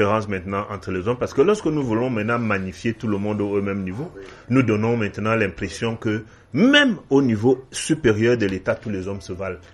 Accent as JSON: {"language": "French", "country": "Cameroon", "said": "Moi, j'appartiens à une chefferie qui depuis des années est chefferie de deuxième degré."}